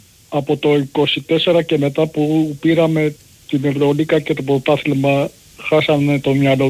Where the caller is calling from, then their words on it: Central Greece, Greece; από Εύβοια.